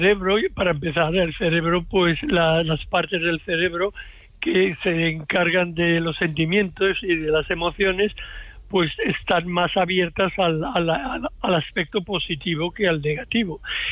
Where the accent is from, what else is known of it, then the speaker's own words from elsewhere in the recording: Seville, Andalusia, Spain; born there; No, yo nací en Sevilla y mi madre era del norte de Santander.